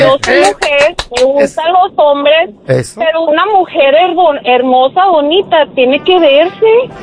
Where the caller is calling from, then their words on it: Las Vegas, Nevada, United States; vivo en Las Vegas.